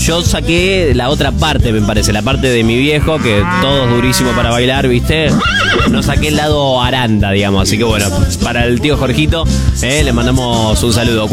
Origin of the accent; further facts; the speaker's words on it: Corrientes, Argentina; Imagínate, yo soy de Corrientes.